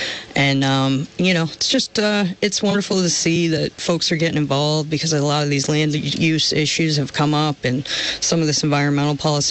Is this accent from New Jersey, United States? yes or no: no; Barre, Vermont, United States; I grew up in Barrie. Some of the family's been there since there was a Barrie.